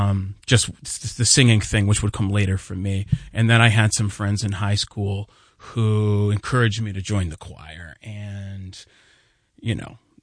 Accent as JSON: {"language": "English", "town": "Storrs", "region": "Connecticut", "country": "United States", "tie": "born or raised there", "said": "where I grew up in Storrs, that's the whole town, really."}